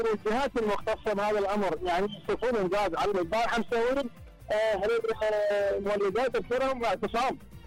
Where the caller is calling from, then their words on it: Kirkuk, Kirkuk Governorate, Iraq; من كركوك.